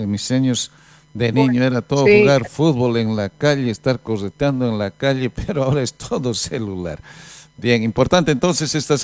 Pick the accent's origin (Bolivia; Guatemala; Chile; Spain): Bolivia; Llallagua, Potosí; born there; moved away; mi pueblo, Llayagua, Norte, Potosí